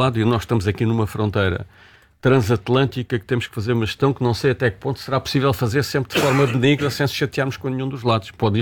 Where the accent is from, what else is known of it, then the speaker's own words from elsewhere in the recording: Alcácer do Sal, Alentejo, Portugal; eu sou alentejano, sou ali da zona da costa do Alcácer do Sal e conheço bem a costa vicentina